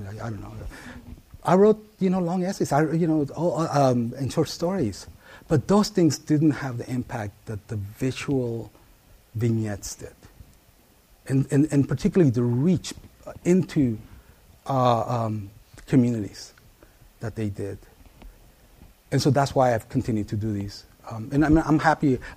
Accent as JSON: {"language": "English", "town": "Oakland", "region": "California", "country": "United States", "tie": "born or raised there", "said": "I grew up in East Oakland, 82nd Avenue, which is located right in the heart of East Oakland, Chernobyl, right there, right?"}